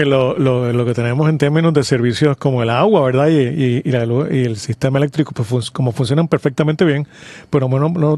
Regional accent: Puerto Rico

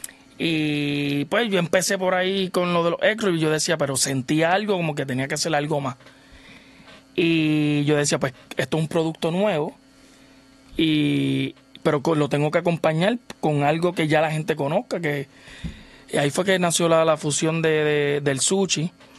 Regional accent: Levittown, Toa Baja, Puerto Rico; Fui criado, como quien dice, en Levittown, Toa Baja.

